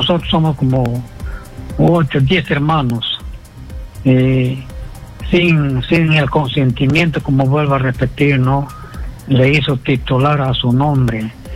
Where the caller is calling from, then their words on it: Juanjuí, San Martín, Peru; Le estoy llamando desde Jujuy, San Martín.